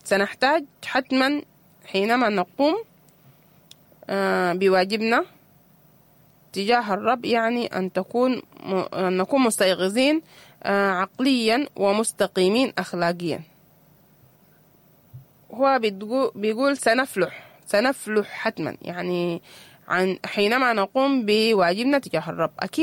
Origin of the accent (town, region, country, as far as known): Sudan